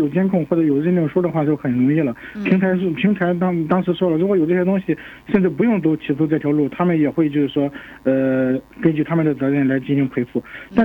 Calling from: Shandong, China; 我是山东的哈

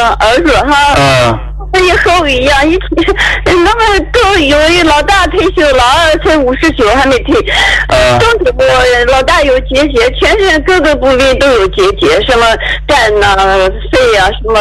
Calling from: Dalian, Liaoning, China

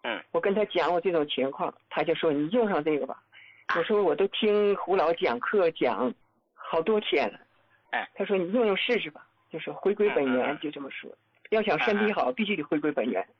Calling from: Jilin, China; 我是吉林的那个听众，我今年69岁

